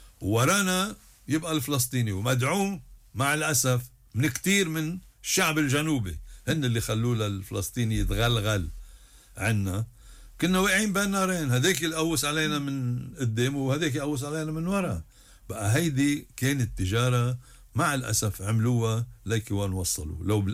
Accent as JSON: {"language": "Arabic", "region": "North Governorate", "country": "Lebanon", "tie": "born or raised there", "said": "أنا بعرف طرابلس، أنا ابن الشمال، كان جوهرة بالمطاعم والازدهار"}